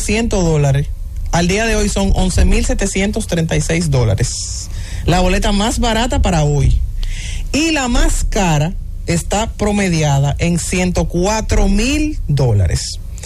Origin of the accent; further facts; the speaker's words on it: Dominican Republic; como dominicanos todos siempre hemos apoyado y amado a Karl Towns